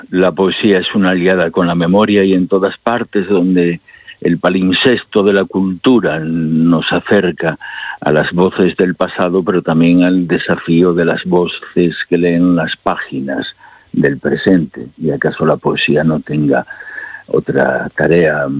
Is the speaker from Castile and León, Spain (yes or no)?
yes; Castile and León, Spain; de las montañas y de los ríos de mi tierra natal, de los Montes de León, en las fronteras con Galicia, en el Bierzo.